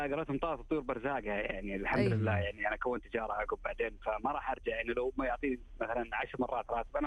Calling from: Riyadh, Riyadh Province, Saudi Arabia; من الرياض

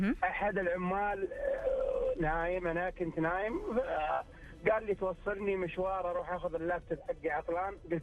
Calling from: Riyadh, Riyadh Province, Saudi Arabia; من الرياض.

